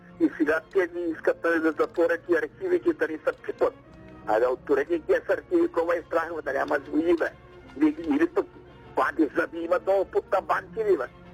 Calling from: Sliven Province, Bulgaria; Сливенска район, Солбазда.

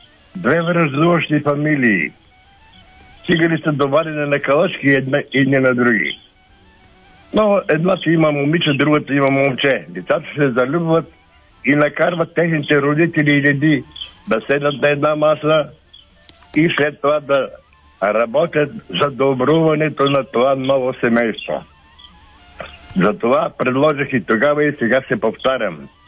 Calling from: Sofia, Sofia City, Bulgaria; от София съм.

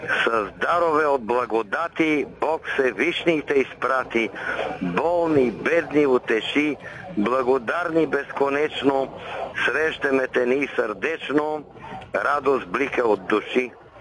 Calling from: Valchedram, Montana Province, Bulgaria; от Вълчедръв съм.

